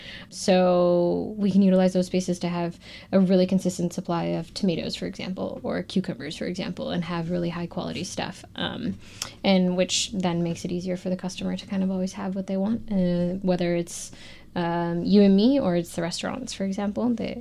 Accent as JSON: {"language": "English", "region": "Michigan", "country": "United States", "also_born_or_lived": "New York City", "moved": "as an adult", "lives_now": "Martha's Vineyard, United States", "said": "I'm from Michigan originally."}